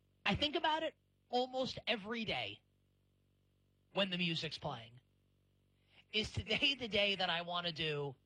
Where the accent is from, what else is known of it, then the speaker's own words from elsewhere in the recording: New York, United States; And I'm from New York. Like, I have married in, I'm part Italian, and I've married into the Italian family of all Italian families.